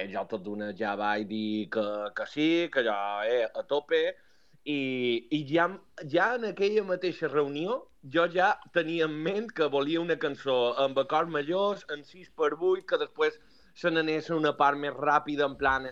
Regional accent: Llucmajor, Balearic Islands, Spain; now in Lloseta, Spain; la gent se creu que jo som de Vinicilent perquè vaig començar la meva carrera per allà, però no, som de Serenada.

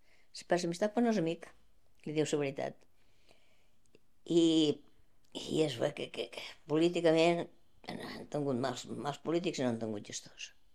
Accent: Balearic Islands, Spain; born there; Jo, de Menorca, jo he nascut a Menorca, però a mi m'ha agradat molt tot el Louis Vicent.

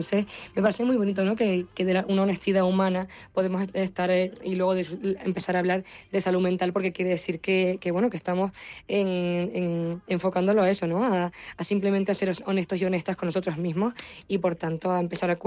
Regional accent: La Palma, Canary Islands, Spain; moved away; Me han dicho muchas veces que soy de allí, de Palma, pero soy de La Palma, en Canarias.

